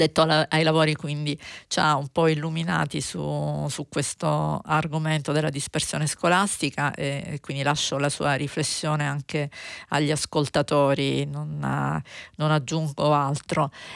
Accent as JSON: {"language": "Italian", "region": "Calabria", "country": "Italy", "moved": "yes", "said": "Io sono calabrese, quindi sono particolarmente attenta alla mia regione d'origine."}